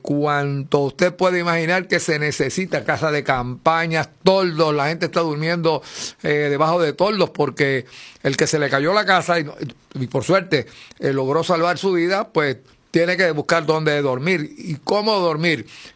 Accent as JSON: {"language": "Spanish", "town": "San Sebastián", "country": "Puerto Rico", "tie": "born or raised there", "said": "como dicen allá en mi pueblo de San Sebastián"}